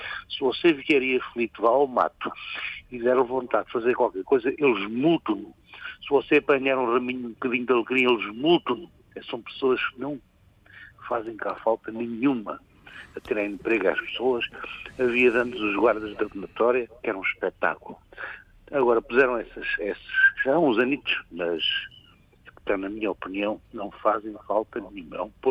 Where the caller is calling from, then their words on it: Azeitão, Setúbal, Portugal; Eu sou daqui da zona da Azeitão.